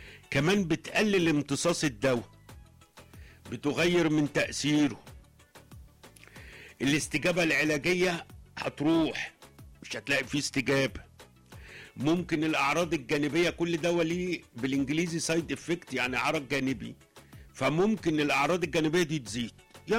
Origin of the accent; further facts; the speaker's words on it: Egypt; كمواطنين كمصريين